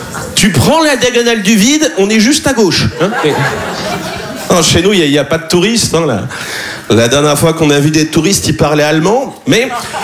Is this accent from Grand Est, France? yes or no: no; Nouvelle-Aquitaine, France; Ben, je viens de la campagne que tu sais pas placer sur une carte. Hein, moi, je suis originaire de Charente.